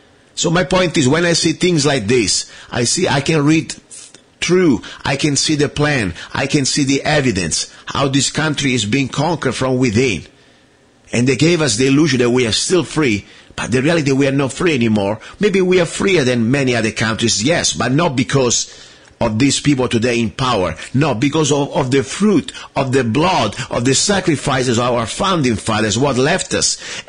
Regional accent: Italy; now in United States

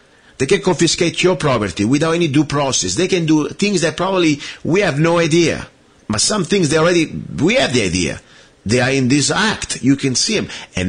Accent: Italy; now in United States; If you don't like the way it is, go back to Italy. You know what? First of all, I'm an American now.

